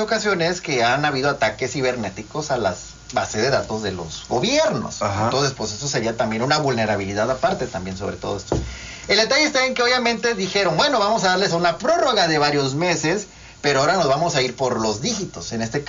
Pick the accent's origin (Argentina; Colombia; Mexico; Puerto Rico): Mexico; Como buen mexicano, lo dejamos al último momento.